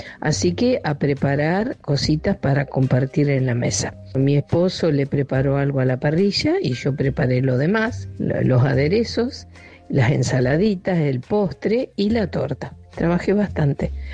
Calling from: Río Seco, Argentina; de Río Seco.

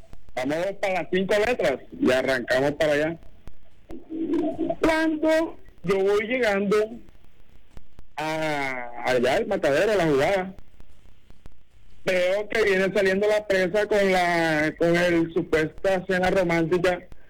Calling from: Caribbean Region, Colombia; yo vivo acá en el Salvaje, pero yo soy costeño, pero vivo en la región momposina.

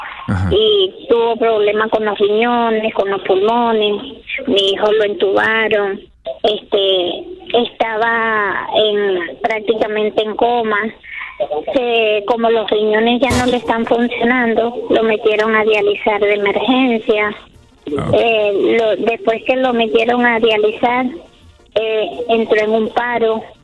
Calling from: Maracay, Aragua, Venezuela; Estoy en el Hospital Central de Maracay.

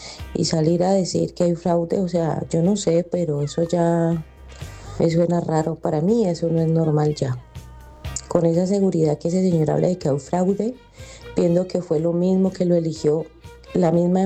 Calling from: Colombia

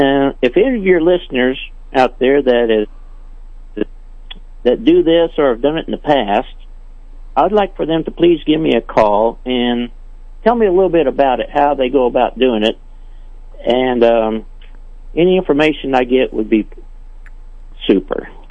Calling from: Salisbury, Missouri, United States; I'm up around Salisbury.

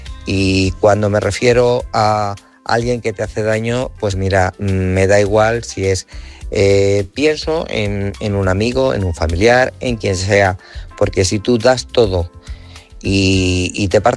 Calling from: Guadalajara, Castilla-La Mancha, Spain; de Guadalajara.

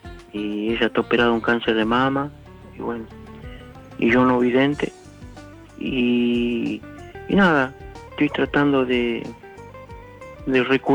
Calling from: Manuel Alberti, Buenos Aires Province, Argentina; Yo soy de Manuel Alberti, partido de Pilar

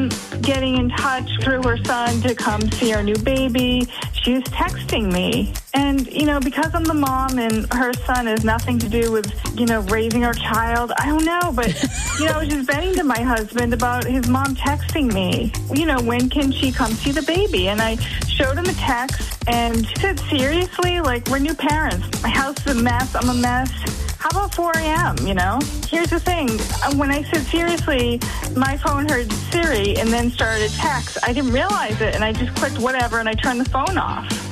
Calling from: Oregon, United States; I'm from Oregon.

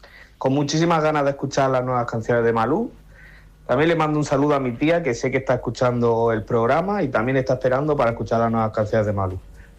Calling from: Almería, Andalusia, Spain; de Almería.

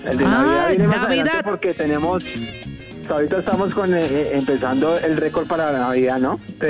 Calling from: Bogotá, Colombia

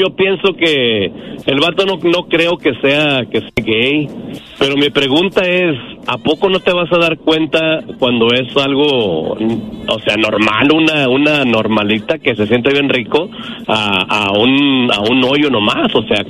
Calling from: Mexico; yo soy más mexicano que los frijoles

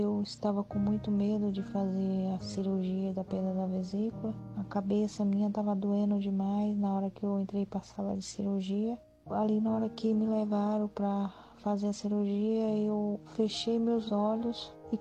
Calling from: São Paulo, Brazil; Estou falando do interior de São Paulo.

